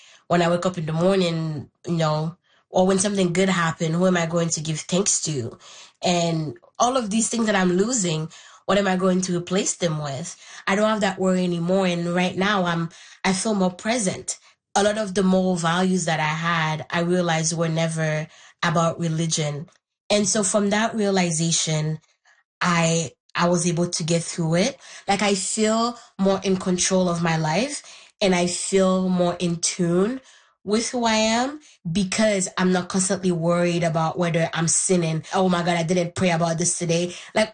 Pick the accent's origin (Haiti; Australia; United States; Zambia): Haiti; first language Haitian Creole; English is a second language; I grew up in Haiti. My first language is Haitian Creole. My grandma also only speaks Haitian Creole, so we've only have conversation in that language.